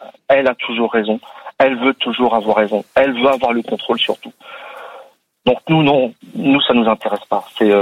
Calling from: Normandy, France; je vis en Normandie

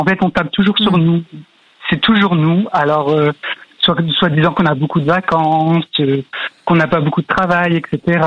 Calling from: Hauts-de-France, France; Du Pas-de-Calais.

